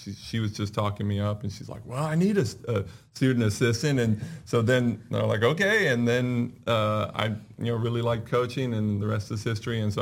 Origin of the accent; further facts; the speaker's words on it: California, United States; moved away as an adult; also born or lived in Oklahoma; now in East Texas, United States; I grew up in California